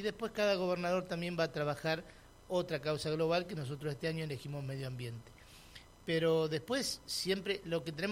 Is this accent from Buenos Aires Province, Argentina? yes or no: yes; Puan, Buenos Aires Province, Argentina; Nosotros en mi pueblo, en Puan, tenemos, por ejemplo, un hogar geriátrico